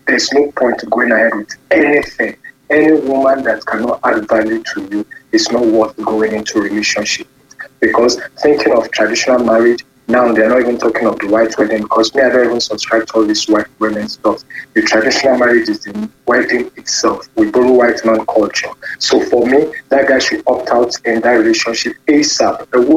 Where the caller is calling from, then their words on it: Felele, Oyo, Nigeria; from Felene.